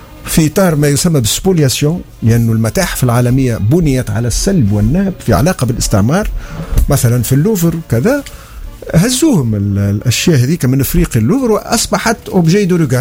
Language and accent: Arabic; Tunisia; بعد ما نعيش اي وعندنا في تونس وفي منوبة